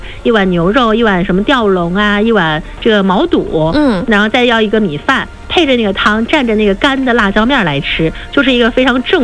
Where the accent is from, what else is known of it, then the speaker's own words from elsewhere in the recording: Leshan, Sichuan, China; 我们四川乐山有一个镇叫做苏基镇